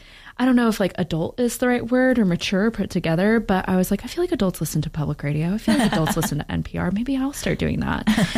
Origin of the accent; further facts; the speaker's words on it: Knoxville, Tennessee, United States; I'm from Knoxville